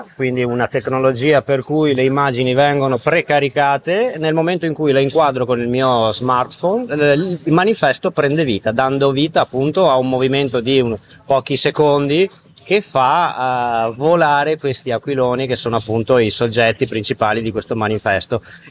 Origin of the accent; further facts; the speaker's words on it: Jesolo, Veneto, Italy; nella mia città natale